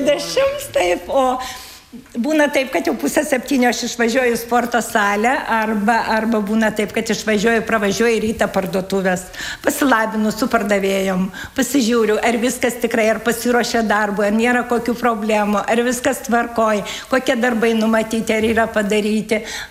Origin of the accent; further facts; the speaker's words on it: Kaunas County, Lithuania; now in Ukmergė, Lithuania; Taip, aš kaip sakau, aš esu meilės emigrantė. Meilės emigrantė, atvažiavau čia į Ukmergę